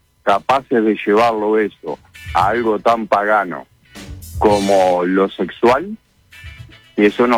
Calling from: Salinas, Canelones, Uruguay; Vivo en Orsiland

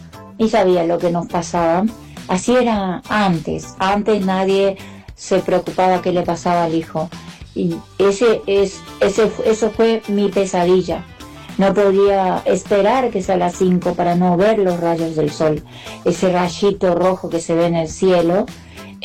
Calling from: Ituzaingó, Buenos Aires Province, Argentina; de Ituzaingó.

